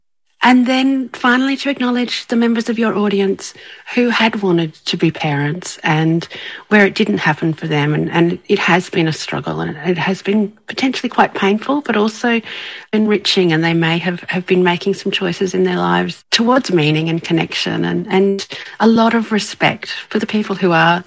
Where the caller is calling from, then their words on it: Brisbane, Queensland, Australia; I'm coming in from Brisbane in Australia